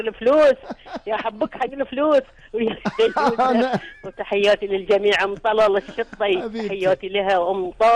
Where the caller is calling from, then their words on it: Bahrain; احنا عندنا في البحرين